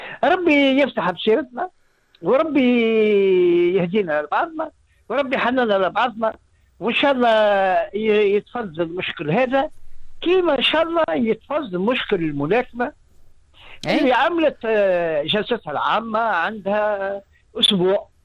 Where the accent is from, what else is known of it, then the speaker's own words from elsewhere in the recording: Tunisia; عندنا في تونس